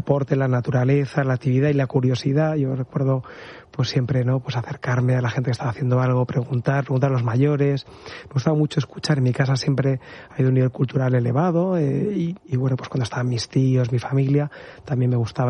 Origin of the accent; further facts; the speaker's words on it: Madrid, Community of Madrid, Spain; yo nací en Madrid, mi familia, desde que nacimos mi hermano y yo, vivimos en Madrid. Lo que pasa es que vivimos a las afueras, en una urbanización